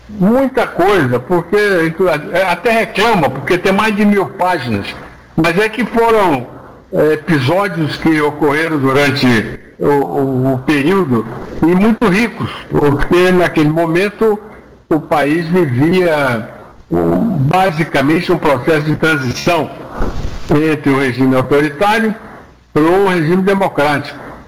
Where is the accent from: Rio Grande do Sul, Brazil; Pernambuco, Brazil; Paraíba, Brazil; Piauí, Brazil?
Piauí, Brazil; moved away; Você sabe que eu sou piauiense.